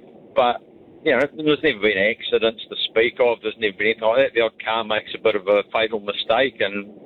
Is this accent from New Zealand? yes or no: yes; Ashburton, Canterbury, New Zealand; also born or lived in Rakaia; I was born in Rakaia, raised in Ashburton.